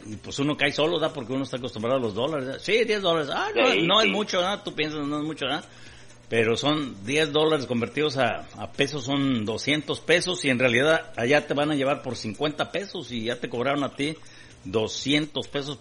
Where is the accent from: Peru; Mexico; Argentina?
Mexico; moved away; porque ya así somos muchos mexicanos, no todos, ¿verdad?